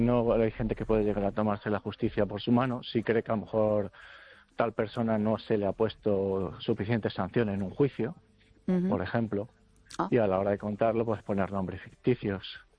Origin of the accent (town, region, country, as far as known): Vigo, Galicia, Spain